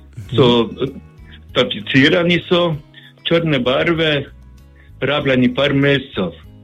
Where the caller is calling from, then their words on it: Maribor, Drava, Slovenia; iz Maribora.